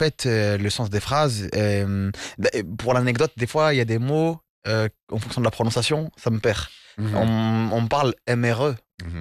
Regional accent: France; born there; Moi, je suis né en France, donc je fais partie de je suis issu de cette génération de la diaspora.

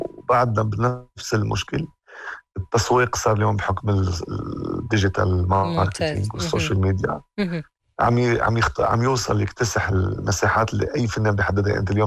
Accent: Lebanon; من تاريخ ما أنا ظهرت من لبنان، ولبنان يعني من حرب لحرب

